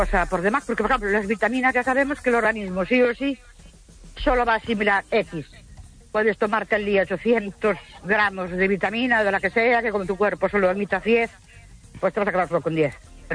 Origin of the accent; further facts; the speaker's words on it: Ourense, Galicia, Spain; Buenas noches. … de Ourense.